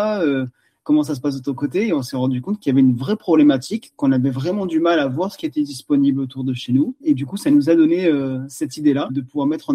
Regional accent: Provence-Alpes-Côte d'Azur, France

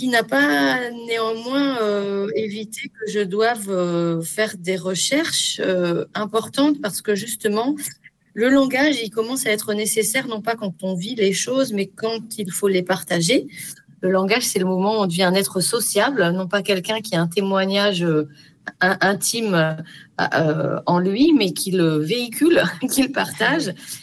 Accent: Grasse, Provence-Alpes-Côte d'Azur, France; Je suis originaire de Grasse

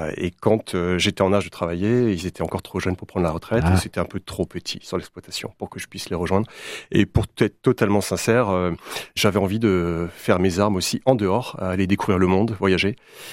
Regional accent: Brittany, France; moved away; Je suis effectivement originaire de Bretagne, fils d'agriculteur. Donc j'ai baigné dans l'agriculture bretonne.

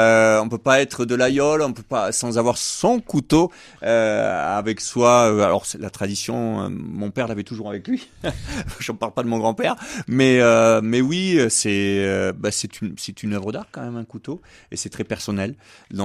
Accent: Laguiole, Occitanie, France; moved away as an adult; now in Lozère, France; Je suis originaire de l'Aïole et ça fait depuis 1993 que je suis en Lozère, que j'habite Lozère, en la Lozère. Du fait de mon travail, je suis venu en Lozère et j'y suis resté parce que c'est magnifique

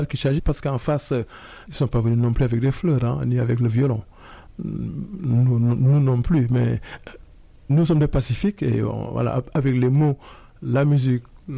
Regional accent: Senegal; Là, je ne parle pas en tant que Sénégalais ou en tant que Franco-Sénégalais, je parle juste en tant qu'humain, tout simplement.

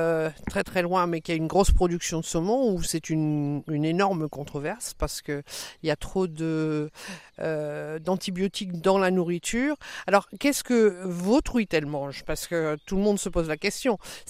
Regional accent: Hauts-de-France, France; Parce que moi je viens du Nord, hein, les binges.

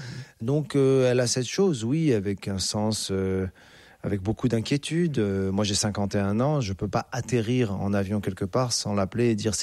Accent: Casablanca, Casablanca-Settat, Morocco; born there; Je suis né à Casa et ces passions sont nées à Casa.

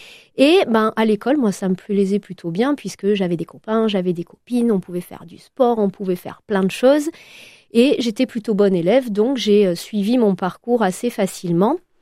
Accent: Nouvelle-Aquitaine, France; born there; je suis née dans le Médoc, et donc j'ai des origines médocaines, mais j'ai également des origines basque.

